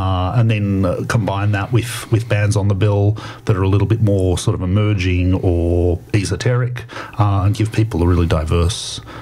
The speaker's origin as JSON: {"language": "English", "town": "Sydney", "region": "New South Wales", "country": "Australia", "tie": "born or raised there", "said": "when I was growing up in Sydney"}